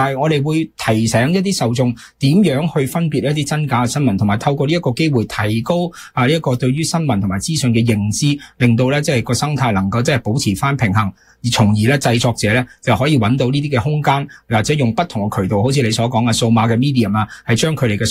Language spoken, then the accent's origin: Cantonese; Canada; 我哋加拿大人仍然咧都系高度关注咧就系新闻嘅资讯嘅